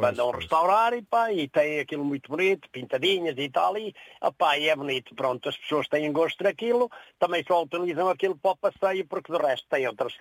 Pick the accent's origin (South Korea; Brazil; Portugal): Portugal; Penalva do Alva, Coimbra; born there; foi onde eu nasci em Penalva do Alva, mas vivo na Catreia de São Paio, Oliveira do Hospital.